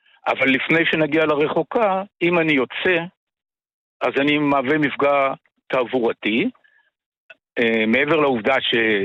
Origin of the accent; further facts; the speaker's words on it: Jordan Valley, Northern District, Israel; also born or lived in Ashdod; אני יליד עמק הירדן, נולדתי באשדוד וגר בכנרת.